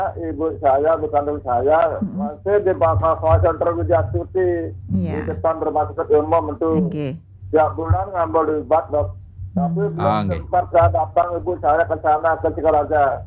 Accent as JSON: {"language": "Indonesian", "region": "Bali", "country": "Indonesia", "tie": "born there", "also_born_or_lived": "Singaraja", "moved": "as an adult", "said": "Rumah saya di Kresna saya jual dah. Pulang kampung saya pulang ke desa ini."}